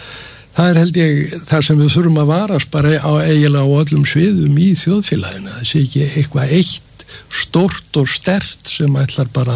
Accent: Capital Region, Iceland; ég kem úr þann með umhverfi ég ólst upp á Bergstaðastrætinu við svona frekar mikla fátækt sem þar var og og pabbi var olíubílstjóri og mamma var alltaf heima

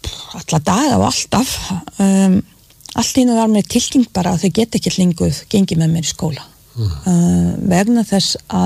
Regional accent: Bosnia & Herzegovina; Icelandic is a second language; now in Iceland; Já, að allir múslimar bosníu múslimar í þessum bæ í mínum heimabæ voru já, voru hvað maður segir já, ekki æskileg þjóð

